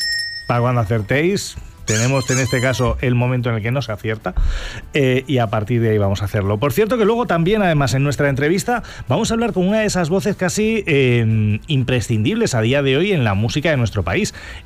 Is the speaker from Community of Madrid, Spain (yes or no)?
no; Castilla-La Mancha, Spain; Yo sé lo mismo de mi pueblo, es decir, al final en Sogüeña nos pasa exactamente lo mismo